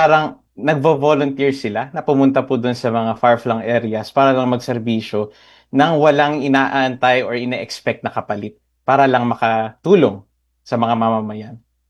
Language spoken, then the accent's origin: Tagalog; Central Luzon, Philippines; Ako po ay from Zambales din po. Tubang Zambales.